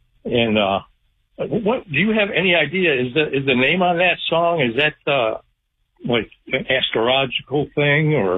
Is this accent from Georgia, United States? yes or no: no; New York, United States; New York. Yeah, I'm from New York, so that's why we went.